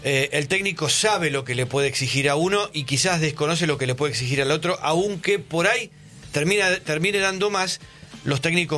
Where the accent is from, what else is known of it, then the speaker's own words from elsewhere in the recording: Argentina; me llena de orgullo como argentino.